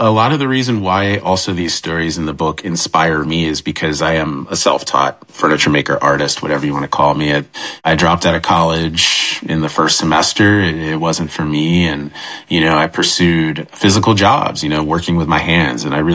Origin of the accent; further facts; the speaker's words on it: Atlanta, Georgia, United States; growing up in Atlanta, it's a very diverse city.